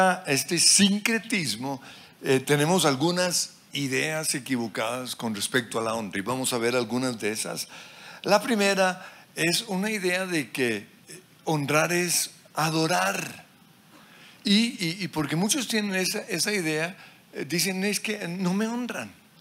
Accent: Colombia; eso es parte de nuestra cultura como colombianos

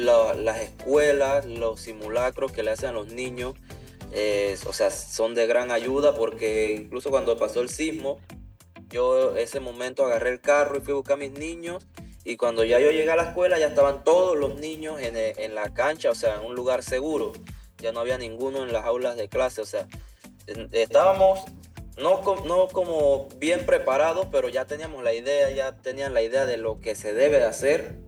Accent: Panama; nosotros los panameños, a la hora de juntarnos para ayudar, me di cuenta que somos bien solidarios.

